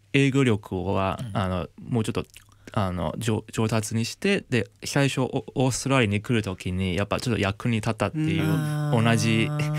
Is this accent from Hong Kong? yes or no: yes; Hong Kong; Japanese is a second language; now in Australia; 僕が小さい頃僕香港出身なんですけれども